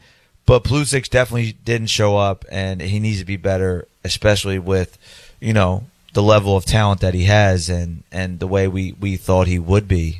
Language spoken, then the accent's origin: English; Philadelphia, Pennsylvania, United States; where I grew up in Fishtown, it was a big movement.